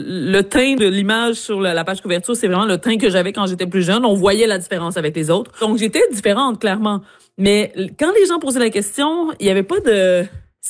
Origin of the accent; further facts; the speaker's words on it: Ascot Corner, Quebec, Canada; Alors que moi, je viens de Ascot Corner, je viens de Majinga à Madagascar, je viens de Bejuka en Inde, puis je me retrouve en Madagascar